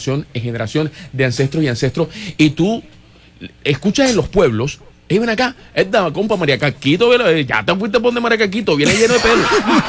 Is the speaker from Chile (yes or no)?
no; Barranquilla, Atlántico, Colombia; yo que soy barranquillero